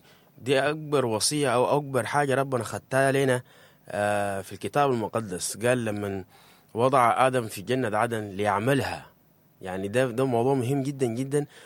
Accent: Sudan; نحن كسودانيين

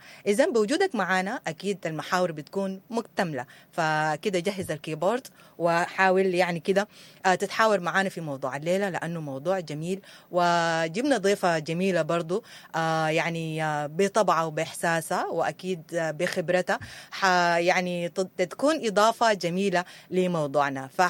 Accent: Sudan; moved away; إحنا عندنا كده طقوس كده صباحية بنعملها كسودانيين

